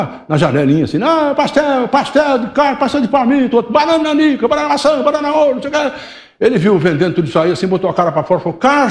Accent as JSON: {"language": "Portuguese", "town": "São Joaquim da Barra", "region": "São Paulo", "country": "Brazil", "tie": "born or raised there", "said": "o trem chegou em São Joaquim da Barra, que é a minha terra. O trem parou lá, que era Mogiana, vinha de Uberlândia. Parou o trem lá e a minha terra era a terra da banana, considerava a terra da banana."}